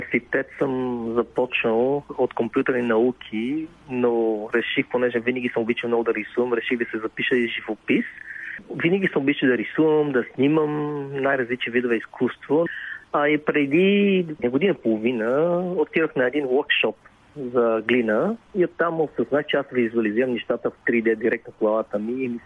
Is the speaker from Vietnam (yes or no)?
yes; Vietnam; Bulgarian is a second language; moved away; also born or lived in Bulgaria / United States; съм от Виетнам. Сам дето съм живял на толкова различни места по света. Една трета от живота ми съм живял в Виетнам, две трети в България и една трета в Щатите.